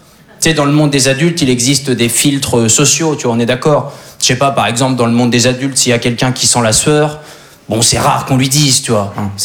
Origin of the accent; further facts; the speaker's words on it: Normandy, France; Bah, comme il a dit … Alors moi je suis originaire de Basse-Normandie.